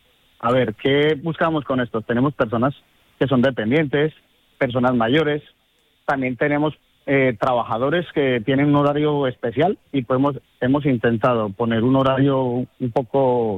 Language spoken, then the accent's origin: Spanish; Colombia; now in Spain; llevo aquí muchos años, yo soy de origen colombiano